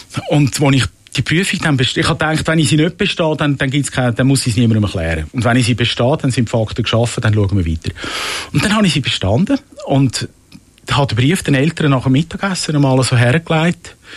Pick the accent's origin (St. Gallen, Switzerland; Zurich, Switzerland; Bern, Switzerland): Zurich, Switzerland; Rümlang; Ich bin zu Römlang, wo ich aufgewachsen bin, früh sozialisiert worden, kirchlich gut.